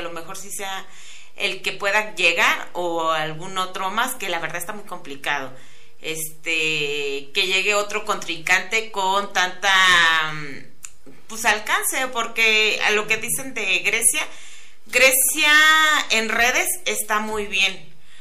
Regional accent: Michoacán, Mexico; soy michoacana y porque aquí radico

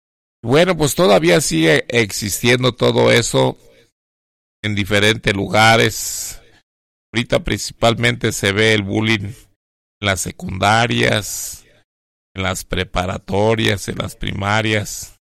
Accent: Huetamo, Michoacán, Mexico; born there; moved away; Y yo soy de Tierra Caliente. Yo nací en Huetamo, Michoacán, en el barrio de Dolores, en esta tierra caliente de Huetamo, Michoacán.

